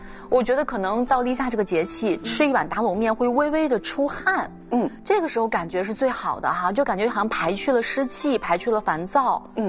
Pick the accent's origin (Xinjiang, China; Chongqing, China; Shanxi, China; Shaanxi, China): Shaanxi, China; 这个打卤面作为一个陕西人来说，我有一点疑惑